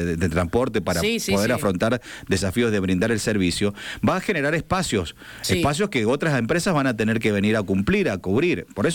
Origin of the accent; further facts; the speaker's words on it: San Juan, Argentina; nosotros los sanjuaninos